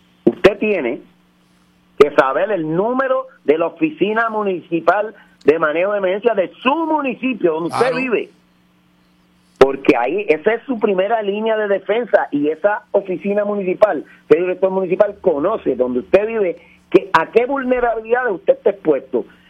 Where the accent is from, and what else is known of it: Puerto Rico